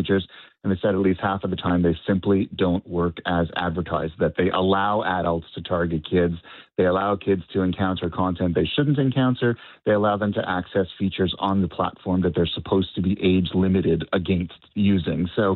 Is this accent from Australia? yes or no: no; Canada